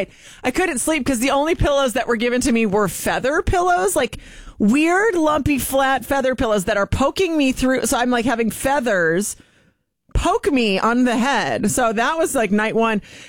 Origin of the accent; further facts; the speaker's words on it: Kansas City, Missouri, United States; So I went back to Kansas City, my hometown, so stayed with family.